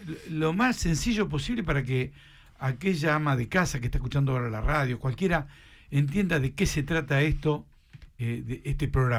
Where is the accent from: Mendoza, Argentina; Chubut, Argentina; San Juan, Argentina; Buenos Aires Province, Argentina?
Buenos Aires Province, Argentina; Ingeniero White; Yo nací y me crié en Ingeniero Guay.